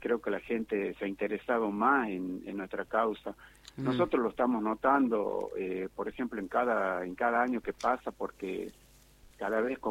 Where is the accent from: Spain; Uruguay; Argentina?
Argentina; Creo que ya que con eso ya nos conformamos nosotros como argentinos.